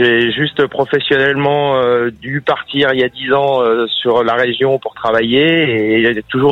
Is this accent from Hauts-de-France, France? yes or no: no; Paris, Île-de-France, France; born there; moved away as an adult; now in Bouches-du-Rhône, France; depuis l'âge de mes 6 ans, je suis né à Paris et je vais au Parc des Princes. Oui, la première fois, j'avais 6 ans. Et maintenant, j'en ai 53